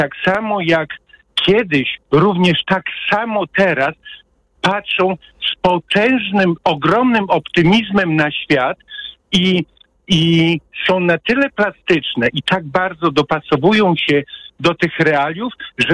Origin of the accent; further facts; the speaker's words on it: Hajnówka, Podlaskie Voivodeship, Poland; ja się wychowałem w Hajnówce, mała miejscowość przy białoruskiej granicy, w pobliżu Puszczy Białowieskiej, w warunkach takich dosyć spartańskich, wychodek na zewnątrz